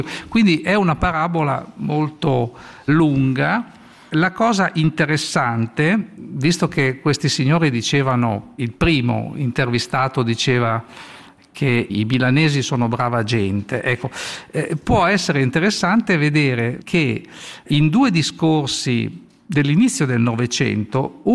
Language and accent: Italian; Ticino, Switzerland; Anche noi siamo lombardi, lombardi ma svizzeri.